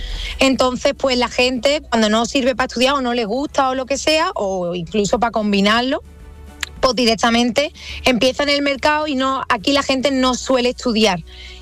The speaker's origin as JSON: {"language": "Spanish", "town": "Málaga", "region": "Andalusia", "country": "Spain", "also_born_or_lived": "Ireland / United Kingdom", "moved": "as an adult", "lives_now": "Australia", "said": "yo soy malagueña, pero ya llevo aquí 3 años y pico. En enero haría el cuarto."}